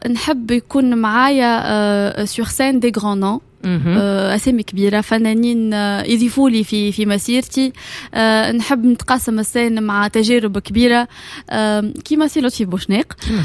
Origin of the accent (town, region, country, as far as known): Tunisia